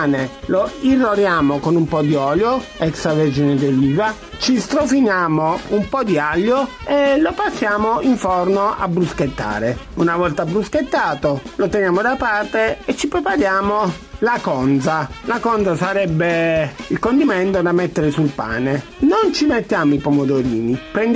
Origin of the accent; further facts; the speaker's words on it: Matera, Basilicata, Italy; born there; la mia terra d'origine, alla Lucania e a Matera